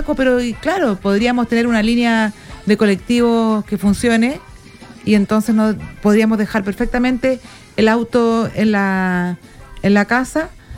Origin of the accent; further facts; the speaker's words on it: Iquique, Tarapacá, Chile; O sea, Avenida Aeropuerto y Los Molles, para los que somos iquiqueños.